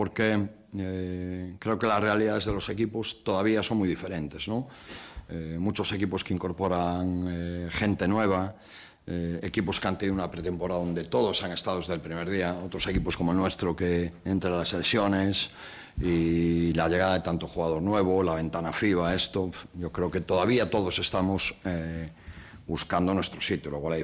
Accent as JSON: {"language": "Spanish", "region": "Galicia", "country": "Spain", "said": "yo soy gallego"}